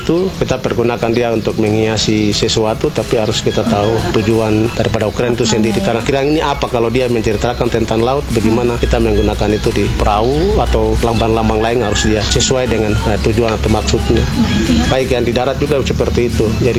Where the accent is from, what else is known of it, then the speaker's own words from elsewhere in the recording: Biak, Papua, Indonesia; Kalau kita orang Biak